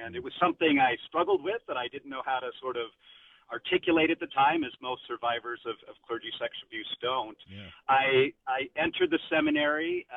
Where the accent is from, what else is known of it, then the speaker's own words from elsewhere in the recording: Utah, United States; also born or lived in Southern California; So, you know, I was born in Southern California, but we moved to Utah when I was very young. And so as a devout Catholic family, we were a bit of a minority in Utah.